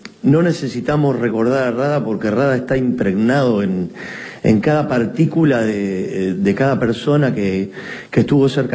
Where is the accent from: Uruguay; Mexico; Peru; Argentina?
Uruguay